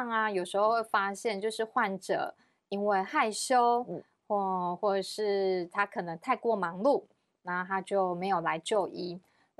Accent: Taiwan; 其实我们台湾有很多女性的乳房外科医师。

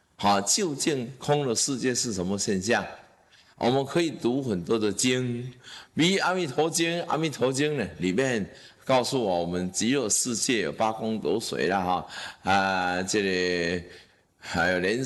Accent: Taiwan; 好，我是台湾人，好，我没怕不给你啊。

